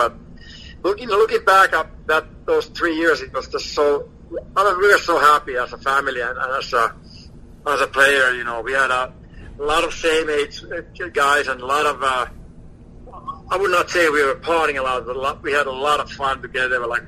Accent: Finland; Growing up in Finland, you know, we don't have a trade. Coming over here and realize it's all business

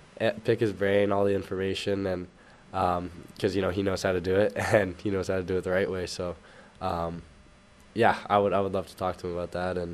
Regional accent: Vancouver, British Columbia, Canada; Yeah, he was on the Canucks for a couple of years there, and one of my buddies that I played with minor hockey

